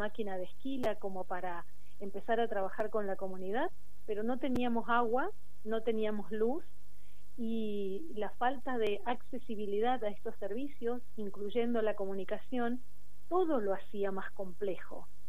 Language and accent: Spanish; El Mirasol, Chubut, Argentina; finalmente llegué un día a la escuela 118 de El Mirasol, mi pueblo amado, le digo yo. En este lugar tuve, me emociono cada vez que hablo de ello, tuve la oportunidad de crecer, de estrechar lazos, de construir vínculos